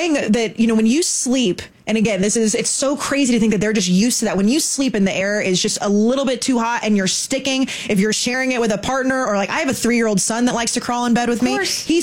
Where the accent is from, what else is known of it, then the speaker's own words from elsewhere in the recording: Texas, United States; Growing up in Texas, that was a normal summer.